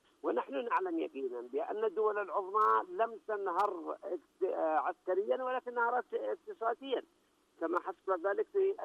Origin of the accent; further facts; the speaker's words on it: Yemen; نحن أبناء اليمن أعزاء وكرماء وشرفاء.